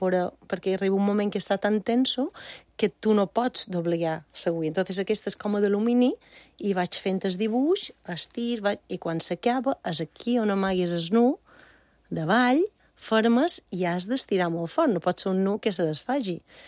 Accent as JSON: {"language": "Catalan", "town": "Bunyola", "region": "Balearic Islands", "country": "Spain"}